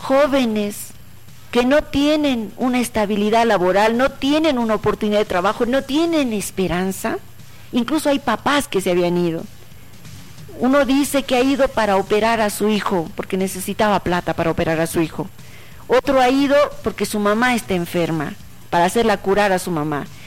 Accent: Bolivia

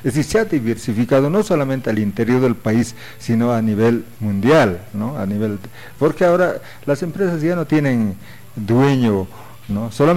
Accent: Bolivia

